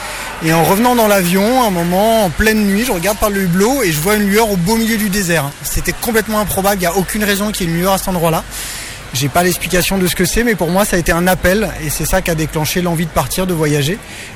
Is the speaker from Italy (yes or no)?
no; Auvergne-Rhône-Alpes, France; on est très ancré nous chez nous en Savoie